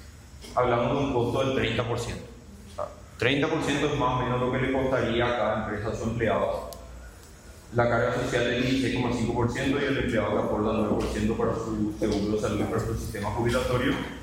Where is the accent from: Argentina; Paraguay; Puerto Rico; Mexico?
Paraguay